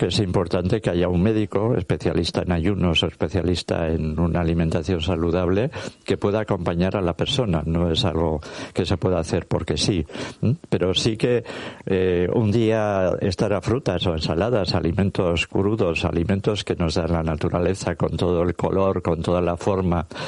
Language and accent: Spanish; Durango, Mexico; Bueno, es lo que hacía mi mamá. Yo soy de Durango y mi mamá hacía eso.